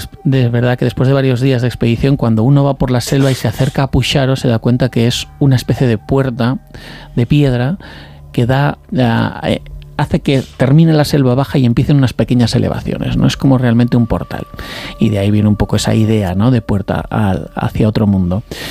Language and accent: Spanish; Spain